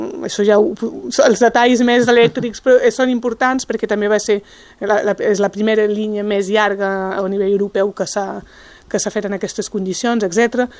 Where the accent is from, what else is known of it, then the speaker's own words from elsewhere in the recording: Baho, Occitania, France; Això és perquè sóc de Baó i que m'ha sortit el poble.